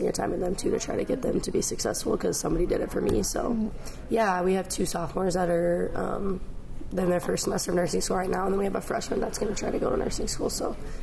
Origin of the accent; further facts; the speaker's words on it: Oklahoma, United States; moved away as an adult; now in Oshkosh, United States; I'm originally from Oklahoma